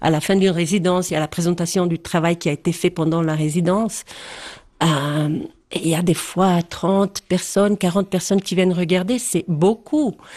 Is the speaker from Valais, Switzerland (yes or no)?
no; Poschiavo, Graubünden, Switzerland; also born or lived in Geneva; Quand j'étais à Genève et puis on me demandait, et je disais, je suis du Val Poschiavo